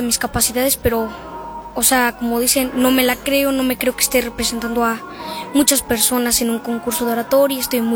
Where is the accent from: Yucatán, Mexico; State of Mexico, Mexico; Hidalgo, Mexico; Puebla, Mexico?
Hidalgo, Mexico; Zimapán; soy de Zimapán, Hidalgo.